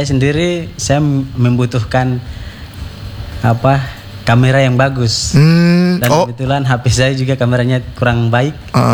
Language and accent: Indonesian; Waisai, Southwest Papua, Indonesia; Asli Raja Ampat.